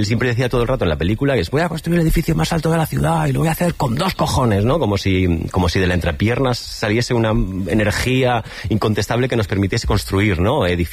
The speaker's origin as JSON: {"language": "Spanish", "region": "Catalonia", "country": "Spain", "said": "Porque yo soy catalán, entonces los catalanes que nacimos en finales de los 90"}